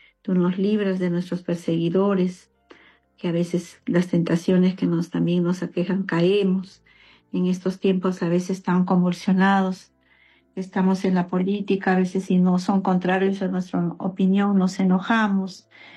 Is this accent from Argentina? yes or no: no; Peru; esa necesidad como peruanos de poder vivir en un país reconciliado, con valores, con estabilidad que tanto anhelamos, con esa paz y con todos los principios que también tenemos como cristianos católicos.